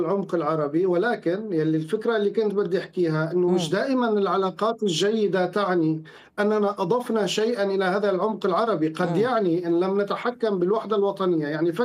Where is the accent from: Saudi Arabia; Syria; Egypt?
Syria; نحن كسوريين